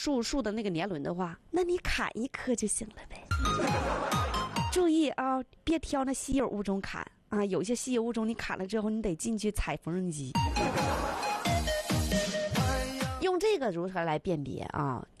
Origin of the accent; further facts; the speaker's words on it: Jilin, China; moved away as an adult; now in Dehui, China; 作为一个吉林姑娘啊，我们家那块那山那是啥样的呀？